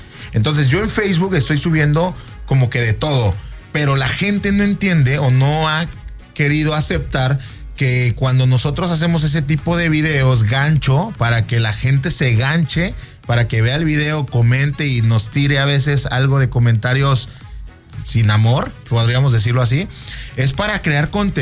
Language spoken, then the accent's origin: Spanish; Boca del Río, Veracruz, Mexico; also born or lived in Riviera Maya / Oaxaca / Saltillo; ¿O yo nazco en Boca del Río.